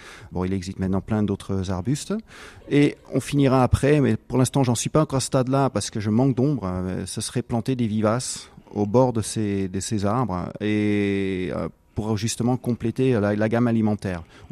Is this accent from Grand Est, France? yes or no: no; Cosne-d'Allier, Auvergne-Rhône-Alpes, France; now in Hérisson, France; Moi, je suis originaire de Cône, je voulais m'installer en espace vert sur le secteur de Cône d'Allier.